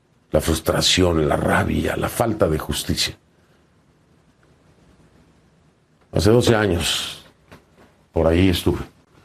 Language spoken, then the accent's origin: Spanish; Mexico; soy mexicano